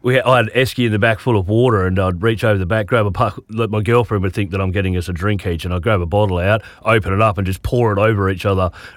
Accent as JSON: {"language": "English", "town": "Collie", "region": "Western Australia", "country": "Australia", "tie": "born or raised there", "moved": "yes", "said": "I grew up in Collie, right down south, and that's in the southwest, if you know where that is."}